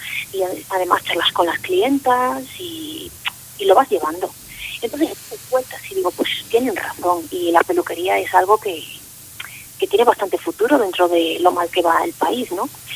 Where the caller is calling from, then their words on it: Vigo, Galicia, Spain; Os hablo desde Galicia, desde Vigo.